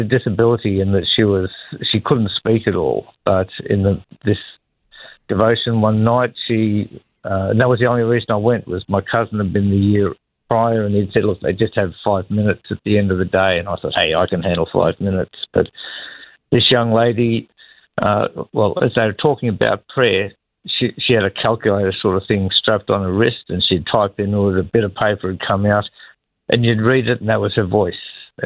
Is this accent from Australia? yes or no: yes; Ballarat, Victoria, Australia; moved away as an adult; also born or lived in Benalla / Northern Territory / Queensland; Was born and raised on Wathaurong land, which is the in Ballarat in Victoria. So, was there for the first 21 years of my life, and then a couple of years in Benalla, and then about 40 years in the territory.